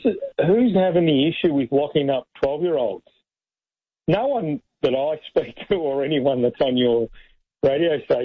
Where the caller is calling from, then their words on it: Victoria, Australia; We're travelling full-time around Australia for 2.5 years and people find out we're from Victoria